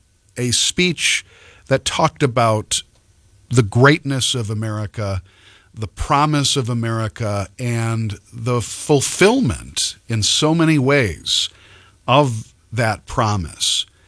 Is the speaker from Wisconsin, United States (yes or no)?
yes; Wisconsin, United States; I grew up in Badgerland, and those old Wisconsin Badgers, just like the Wolverines, used to get ticked when they had to play.